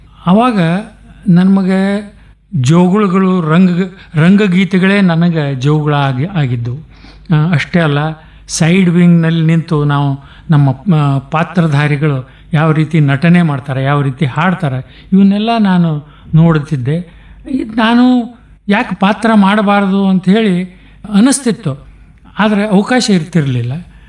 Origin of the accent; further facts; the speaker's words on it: Sindagi, Karnataka, India; born there; also born or lived in various towns; ನಾನು ಹುಟ್ಟಿದ್ದು ಅಂದಿನ ವಿಜಯಪುರ ಜಿಲ್ಲೆಯ, ಈಗಲೂ ಕೂಡ ಸಿಂದಗಿ ತಾಲೂಕು ಸಿಂದಗಿಯಲ್ಲಿ.